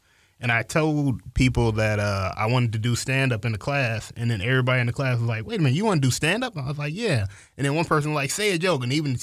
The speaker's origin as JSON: {"language": "English", "town": "Huntsville", "region": "Alabama", "country": "United States", "tie": "born or raised there", "also_born_or_lived": "Detroit / Harvest", "said": "So, I was born, so my whole family lives in Detroit. So, I was born in Detroit, but around 2, my mom was like, nah, we gotta be somewhere better. So, she took me down to Harvest, and then I moved into Huntsville, and that's where I've been ever since."}